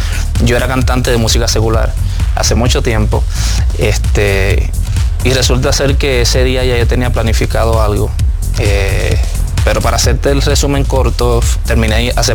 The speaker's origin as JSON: {"language": "Spanish", "country": "Puerto Rico", "tie": "born or raised there", "said": "Yo acepté a Jesús como a los 19 años aproximadamente, en obviamente la isla donde soy natal, de Puerto Rico."}